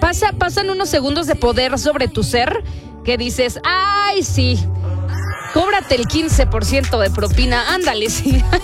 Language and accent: Spanish; Mexico